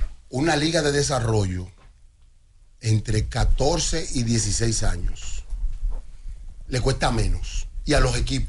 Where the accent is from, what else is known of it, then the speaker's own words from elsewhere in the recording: Santo Domingo, Distrito Nacional, Dominican Republic; yo soy de Villa Francisca